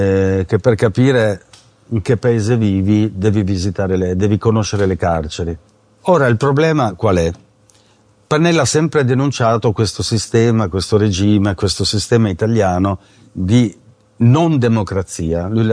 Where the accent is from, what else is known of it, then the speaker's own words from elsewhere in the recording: Turin, Piedmont, Italy; moved away as an adult; now in Rome, Italy; da buon torinese, puntuale, preciso